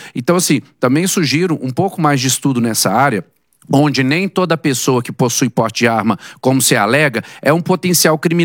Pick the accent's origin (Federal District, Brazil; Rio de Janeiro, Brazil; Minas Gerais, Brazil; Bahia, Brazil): Minas Gerais, Brazil; eu, que venho do interior de Minas Gerais